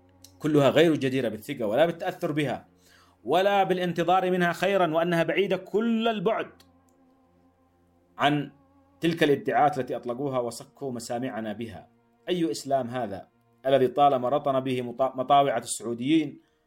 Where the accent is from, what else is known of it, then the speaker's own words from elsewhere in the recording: Yemen; ثم لن نجدهم نحن كيمنيين إلا شركاء قذرين ووقحين في مجازر بشعة وفظيعة